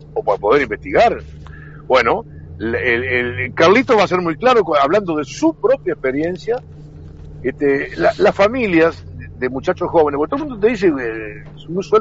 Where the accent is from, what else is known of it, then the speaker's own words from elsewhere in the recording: Uruguay; mira que yo soy uruguayo como cualquiera.